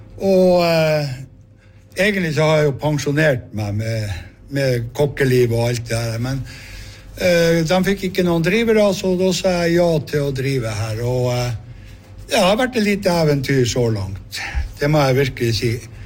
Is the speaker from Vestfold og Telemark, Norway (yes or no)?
no; Sandland, Finnmark, Norway; Jeg er jo finnmarking, opprinnelig fra Loppa kommune, Sandland